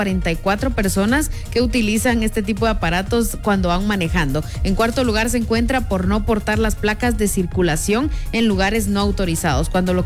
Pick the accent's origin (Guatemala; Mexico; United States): Guatemala; La conciencia de nosotros como guatemaltecos